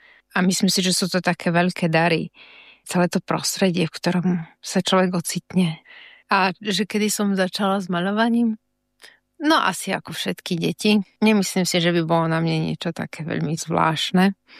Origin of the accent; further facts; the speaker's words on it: Bratislava, Bratislava Region, Slovakia; born there; No, narodila som sa v Bratislave. Aj moji rodičia pochádzajú z Bratislavy.